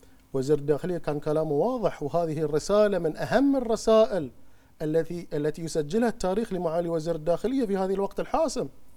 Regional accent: Bahrain; احنا بلد عربي مسلم

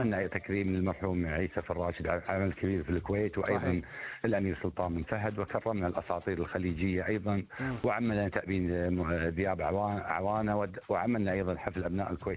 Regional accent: Bahrain; أهلا وسهلا فيكم في ديرتنا البحرين.

